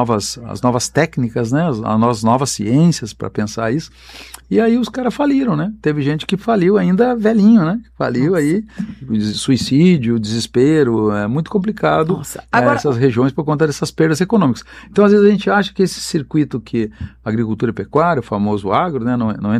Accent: Rio Grande do Sul, Brazil; moved away as an adult; eu saí do Rio Grande do Sul, saí da minha cidade, da minha região há 30 anos, eu voltei lá 3 vezes

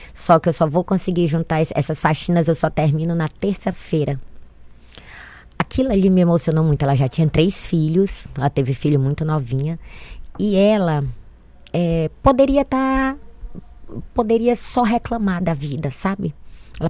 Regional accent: Caracaraí, Roraima, Brazil; now in Boa Vista, Brazil; Eu sou de Caracaraí, sou nascida assim na beira do rio, sabe? Eu vim para Boa Vista para estudar.

